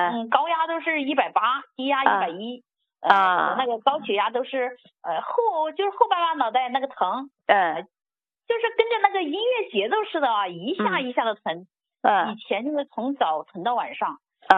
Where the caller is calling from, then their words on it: Wuhan, Hubei, China; 哎，我是武汉的患者啊。